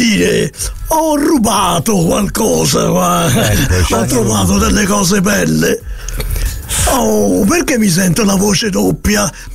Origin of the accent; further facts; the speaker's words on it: Naples, Campania, Italy; Ma io sono napoletano, posso mica parlare a fiorentino?